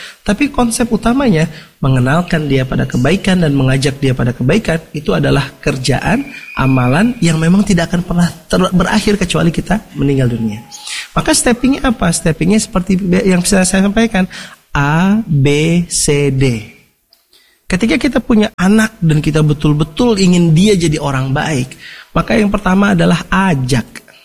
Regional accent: Bandung, West Java, Indonesia; dulu ini masya Allah saya kan orang Bandung. Sekolah di Gontor, di Jawa Timur.

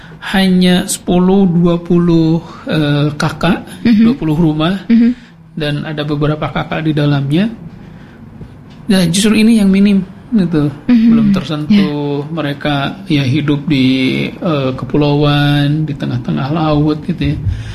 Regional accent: West Java, Indonesia; Dari Indonesia. Setelah itu berbicara lagi, dari Indonesianya mana gitu ya. Saya dari Jawa Barat.

